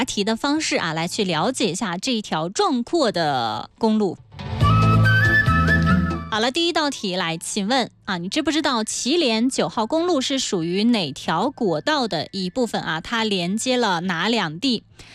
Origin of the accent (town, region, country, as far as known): Qinghai, China